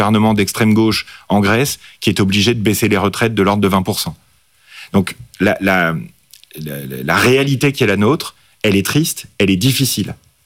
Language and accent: French; France; chez nous, en France